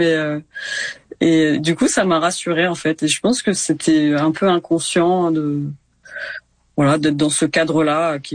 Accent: Ramatuelle, Provence-Alpes-Côte d'Azur, France; j'ai un lien assez fort avec Ramatuelle, donc là où j'ai grandi, puisque toute ma famille est là

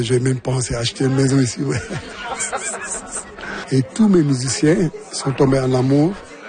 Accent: Senegal; now in Canada; je suis originaire du Sénégal, et puis ça fait 25 ans que je vis au Canada.

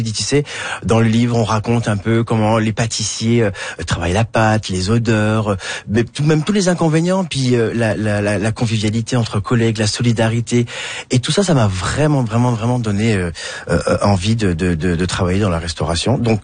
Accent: Quebec, Canada; now in Saint-Nicolas, Canada; Moi j'ai la chance d'habiter à Saint-Nicolas, je suis des Appalaches, et il y a plein de producteurs là-bas

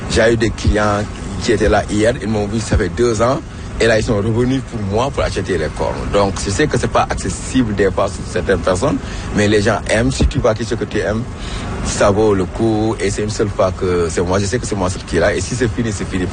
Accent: Senegal; Et je suis fier quand je le porte en tant que Sénégalais.

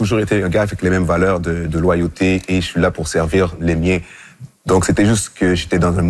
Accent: Montreal, Quebec, Canada; j'ai grandi à Rivière-des-Prairies avec ce que les médias peuvent nous avoir présenté d'image de nous.

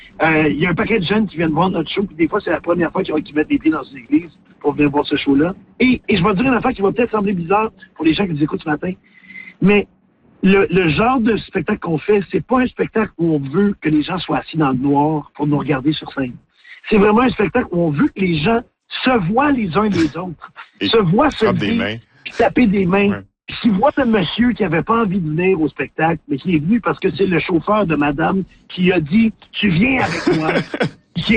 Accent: Saint-Germain-de-Grantham, Quebec, Canada; le petit village d'où je viens, moi, Saint-Germain de Grande-Femme, dans le comté de Drummond.

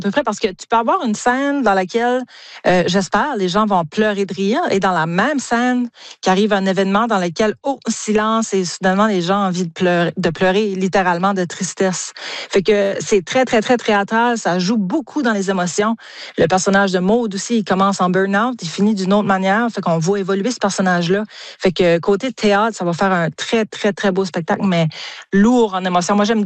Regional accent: Shippagan, New Brunswick, Canada; c'est chez nous, dans ma ville natale, à Chipagan

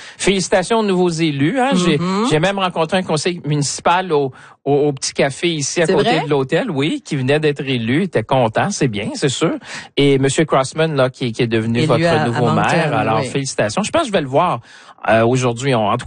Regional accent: Shawinigan, Quebec, Canada; moi je viens de Shawinigan

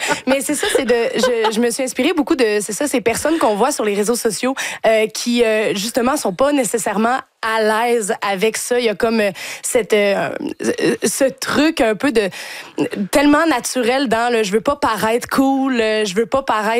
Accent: Quebec City, Quebec, Canada; now in Montreal, Canada

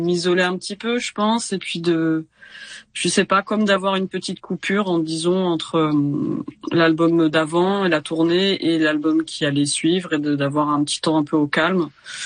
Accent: Ramatuelle, Provence-Alpes-Côte d'Azur, France; Ben, en fait, j'ai un lien assez fort avec Ramatuelle, donc là où j'ai grandi

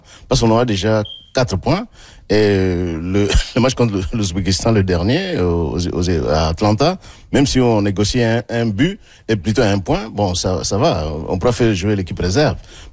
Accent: DR Congo; Vous savez, moi, je suis Congolais. Hein. Quand je suis Congolais, moi, je crois en mes propres capacités.

